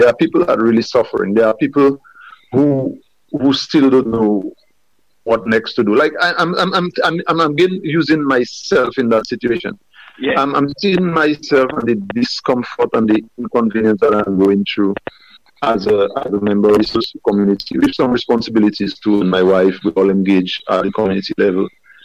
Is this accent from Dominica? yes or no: yes; Kalinago Territory, Dominica; I'm from the Kalinago territory, and I am living the struggle.